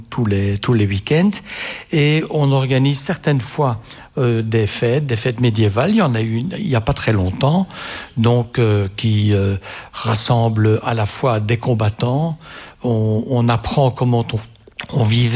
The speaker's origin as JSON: {"language": "French", "town": "Brussels", "region": "Brussels-Capital Region", "country": "Belgium", "moved": "yes", "lives_now": "Yvoir, Belgium", "said": "Je suis ivoirien. Au départ, je suis bruxellois."}